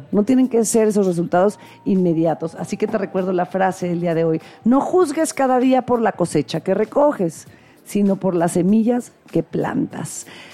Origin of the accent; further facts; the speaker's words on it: Mexico; después de lo que vivimos ayer como mexicanos